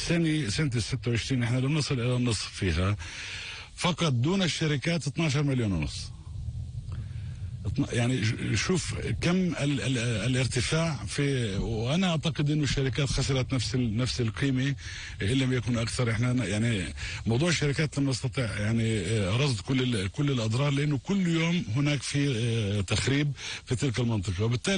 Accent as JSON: {"language": "Arabic", "country": "Palestine", "said": "ونعرف ظروفنا إحنا كفلسطينيين"}